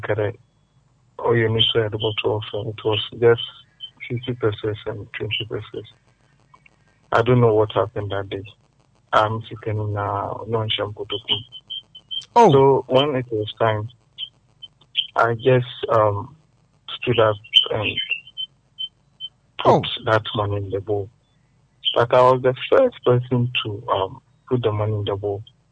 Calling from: Takoradi, Western Region, Ghana; from Airport Ridge.

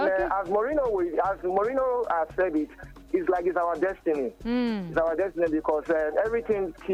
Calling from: Lagos, Nigeria; I'm calling from Lekki.

